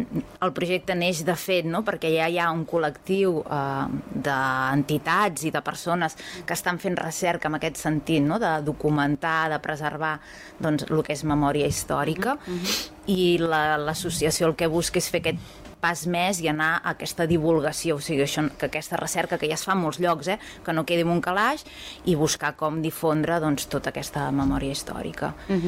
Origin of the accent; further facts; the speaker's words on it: Castelltallat, Catalonia, Spain; jo sóc de Castelltallat